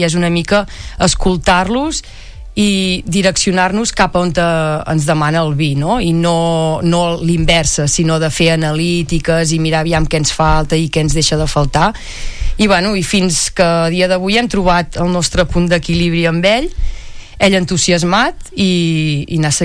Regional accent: Capmany, Catalonia, Spain

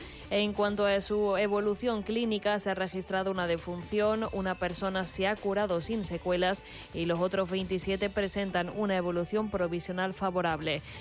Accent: Alcalá de Guadaíra, Andalusia, Spain; en mi pueblo, en Alcalá de Guadaira, en Sevilla.

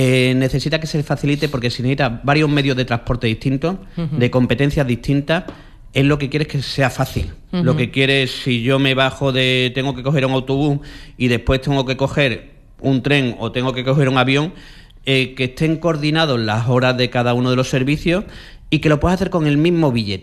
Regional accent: Extremadura, Spain; en mi tierra, que es Extremadura

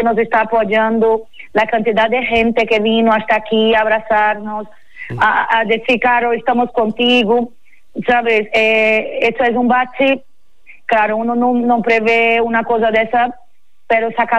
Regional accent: São Luís, Maranhão, Brazil; moved away as an adult; now in Spain; Sí, soy de Brasil, pero hace 20 años que estoy aquí

